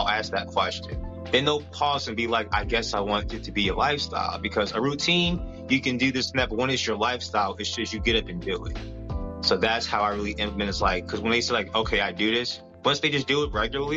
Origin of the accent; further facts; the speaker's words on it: New Jersey, United States; also born or lived in Mullins, South Carolina; I actually grew up in New Jersey. I grew up in New Jersey practically my whole life, and I used to go back and forth between South Carolina and Mullins.